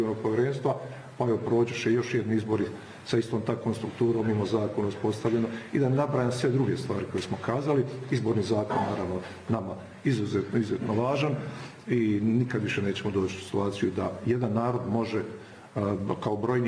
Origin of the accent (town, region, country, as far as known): Bosnia & Herzegovina